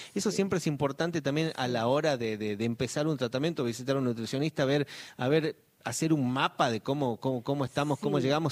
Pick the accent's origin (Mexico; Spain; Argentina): Argentina; Jujuy; ¿Somos calóricos los jujeños?